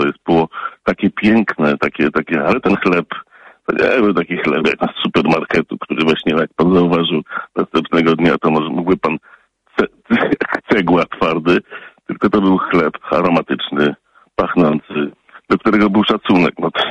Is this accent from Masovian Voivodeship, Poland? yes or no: no; Katowice, Silesian Voivodeship, Poland; now in Lubusz Voivodeship, Poland; ja wychowałem się na Śląsku, rodziłem się w Katowicach. Moja rodzina jest śląska, a ojciec z Wołynia.